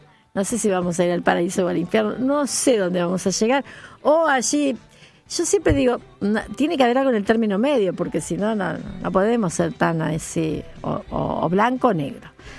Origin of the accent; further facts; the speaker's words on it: Argentina; si somos argentinos